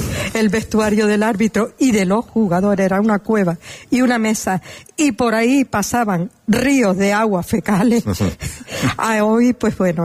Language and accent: Spanish; Telde, Canary Islands, Spain; Y en la ciudad de Telde, de donde yo soy, precisamente allí no había, no existía nada de ello.